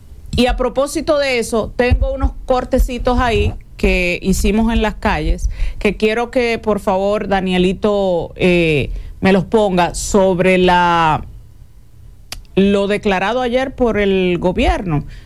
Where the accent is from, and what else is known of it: Dominican Republic